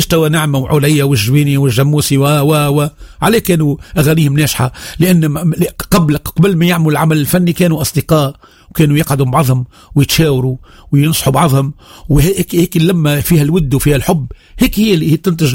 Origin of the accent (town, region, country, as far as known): Tunisia